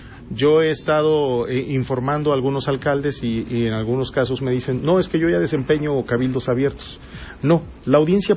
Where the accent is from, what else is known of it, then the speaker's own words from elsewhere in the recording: Acapulco, Guerrero, Mexico; yo soy originario de Acapulco